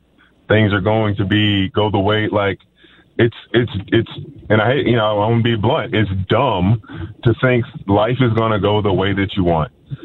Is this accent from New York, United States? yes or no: no; Jacksonville, Florida, United States; Yes, I'm from Jacksonville, Florida.